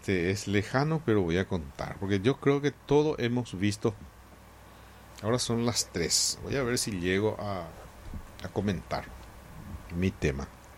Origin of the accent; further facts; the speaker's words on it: Paraguay; soy de Hernando Arias de Saavedra. No, de Hernandarias, Jaupama, y no hay problema. No, los paraguayos somos cómodos.